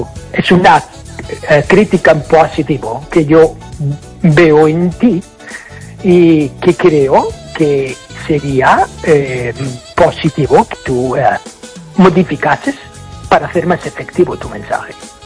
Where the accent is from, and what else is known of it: Ireland; first language English; Spanish is a second language